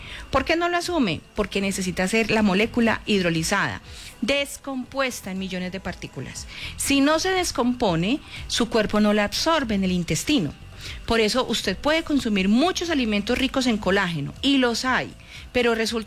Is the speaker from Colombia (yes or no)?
yes; Colombia; Hágale, pues es que somos colombianos y vamos a vibrar con el fútbol.